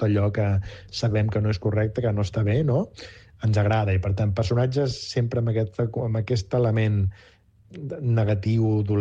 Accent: Catalonia, Spain; De llegendes, de mites, mitologies, en aquest cas catalanes, perquè sóc català

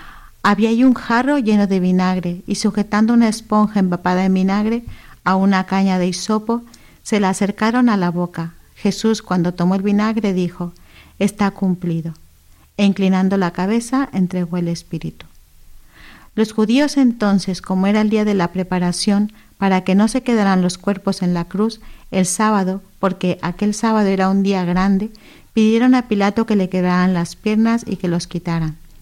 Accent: Mexico; now in Gran Canaria, Spain; Estuve en México destinada también, en mi tierra.

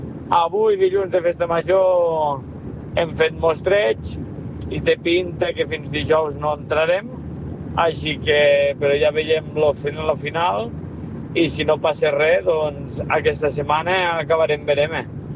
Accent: Almenar, Catalonia, Spain; la festa major del meu poble, d'Almenar

